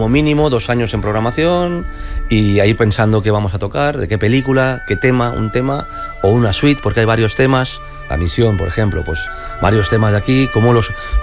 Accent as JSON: {"language": "Spanish", "region": "Valencian Community", "country": "Spain", "said": "Nos venimos ya desde pandemia, somos de la Terreta"}